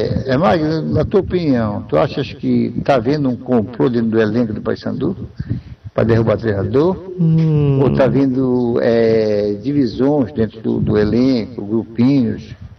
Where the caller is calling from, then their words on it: São Miguel do Guamá, Pará, Brazil; eu sou de São Miguel do Gamal